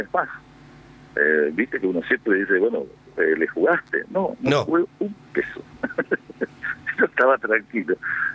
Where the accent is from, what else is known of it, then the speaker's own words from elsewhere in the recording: Esquina, Corrientes, Argentina; nosotros llegamos de viaje porque yo soy del interior, de Esquina, Corriente. Venía con mi socio, mi señora y mi hijo. Vivimos ahí.